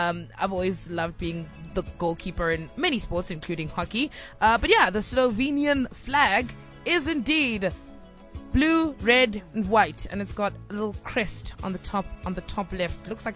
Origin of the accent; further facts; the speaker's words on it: Soweto, Gauteng, South Africa; You know, like, because I'm a kid from Soweto.